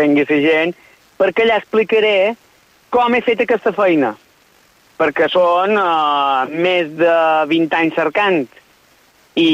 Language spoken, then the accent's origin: Catalan; Ciutadella, Balearic Islands, Spain; jo som menorquí, però som de Ciutadella